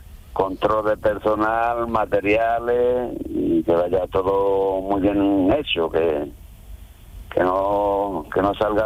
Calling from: Málaga, Andalusia, Spain; yo soy de aquí, de Málaga capital, vamos, de aquí, de un barrio de Málaga.

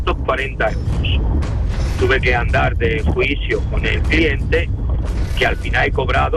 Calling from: Seville, Andalusia, Spain; le llamo de Sevilla

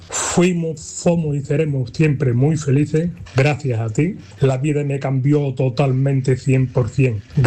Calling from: Brenes, Andalusia, Spain; Muy buenas madrugadas … de Brenes.

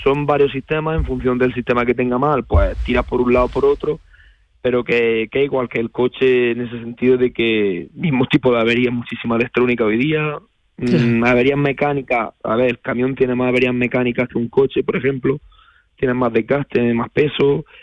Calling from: Campillo de Arenas, Andalusia, Spain; Somos unos 1.500 habitantes.

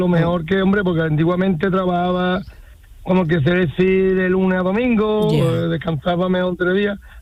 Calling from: San Fernando, Andalusia, Spain; Ah, en San Fernando.

